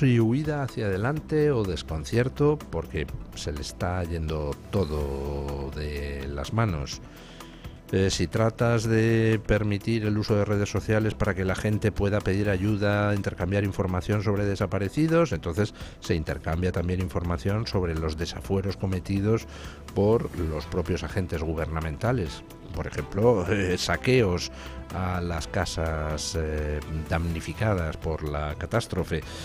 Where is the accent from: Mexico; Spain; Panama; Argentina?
Spain; los que vamos a sufrir las consecuencias económicas somos los españoles.